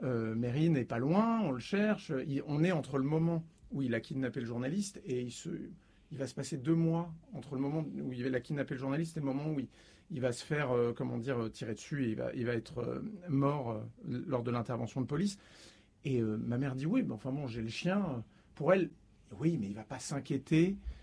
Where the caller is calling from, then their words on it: Brittany, France; Moi, j'habite en Bretagne.